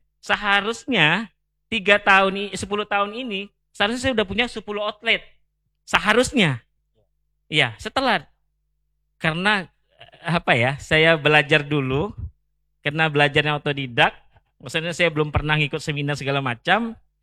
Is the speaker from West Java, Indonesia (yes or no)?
no; Pontianak, West Kalimantan, Indonesia; Kita memang orang asli Kota Pontianak.